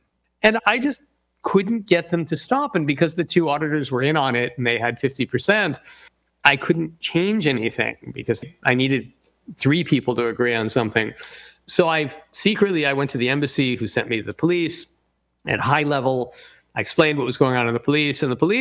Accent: United States; I'm an American.

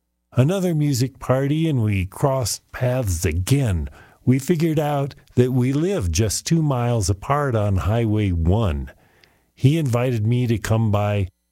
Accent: El Paso, Texas, United States; moved away as an adult; also born or lived in San Francisco / Marin County; my hometown, El Paso

